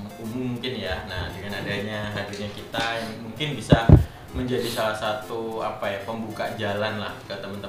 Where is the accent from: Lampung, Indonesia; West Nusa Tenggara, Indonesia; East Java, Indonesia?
East Java, Indonesia; Surabaya; also born or lived in Sidoarjo; Kita kebetulan juga dari Surabaya, dari Sidoarjo. Yang menurut orang pandangannya, oh kok gak ada pantai, gak ada laut.